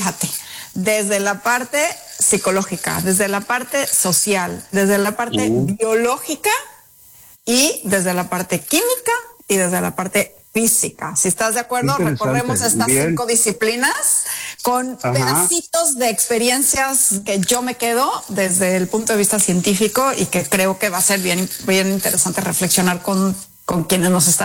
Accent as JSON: {"language": "Spanish", "country": "Mexico", "said": "dime si no somos fans los mexicanos"}